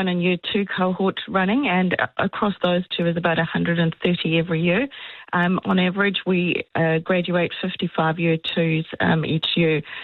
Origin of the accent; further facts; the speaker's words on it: South Africa; now in New Zealand; It is, yes. Born and bred in South Africa, but a Kiwi citizen now.